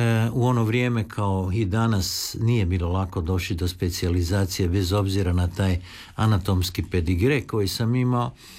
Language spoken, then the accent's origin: Croatian; Varaždin, Varaždin County, Croatia; born there; Rođen u Varaždinu, a zapravo i po majci i po ocu iz Like.